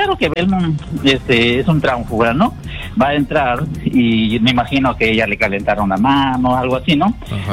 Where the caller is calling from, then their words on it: Lima, Peru; Estoy en San Borja.